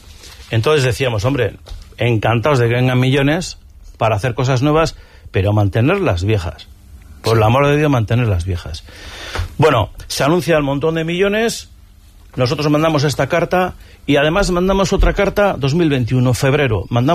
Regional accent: Hondarribia, Basque Country, Spain; nosotros que somos de Amute

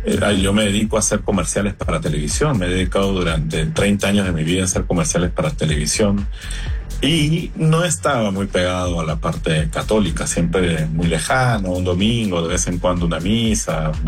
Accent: Peru; now in Panama; Estamos acá en Panamá. Yo soy peruano. Radico en Panamá hace 30 años.

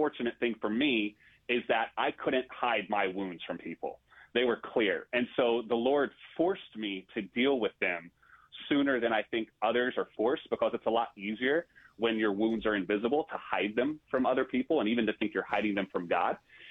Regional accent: Raleigh, North Carolina, United States; moved away as an adult; also born or lived in Brooklyn, New York; now in Eugene, United States; My family's all on the East Coast. They are all in Richmond, Virginia, though we grew up in Raleigh, North Carolina.

